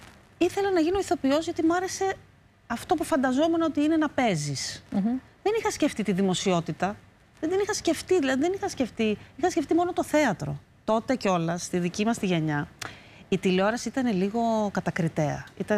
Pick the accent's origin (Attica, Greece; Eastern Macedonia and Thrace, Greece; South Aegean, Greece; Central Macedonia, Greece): Attica, Greece; Athens; also born or lived in Crete; Μεγάλωσα εδώ, στην Αθήνα. Δηλαδή τα πρώτα χρόνια στην Κρήτη και μετά στην Αθήνα.